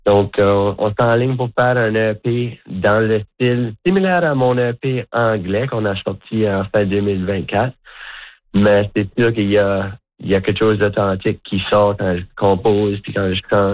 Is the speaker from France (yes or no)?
no; Fall River, Nova Scotia, Canada; moved away as an adult; now in New Brunswick, Canada; En grandissant en Nouvelle-Écosse, je peux vous avouer que mon exposition à la musique francophone était très limitée. J'habitais dans une communauté anglophone à Fall River, Nouvelle-Écosse